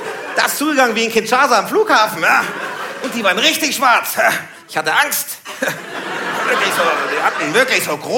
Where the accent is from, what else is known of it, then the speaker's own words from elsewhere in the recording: Nigeria; now in Munich, Germany; Ich komme aus Nigeria.